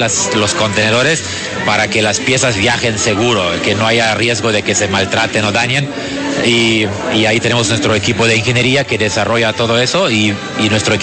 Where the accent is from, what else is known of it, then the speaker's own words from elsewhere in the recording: Germany; Spanish is a second language; moved away as an adult; also born or lived in Mexico; now in Puebla, Mexico; Nací en Alemania, pero mis papás ambos son de Croacia. Entonces, pues crecí en Alemania, estudié en Alemania una carrera